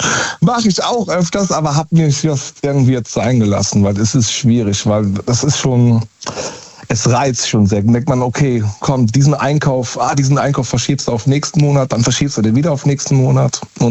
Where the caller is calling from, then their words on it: Baden-Württemberg, Germany; So 40 Kilometer nördlich von Stuttgart, also nördlich ja Rems-Murr-Kreis, ja.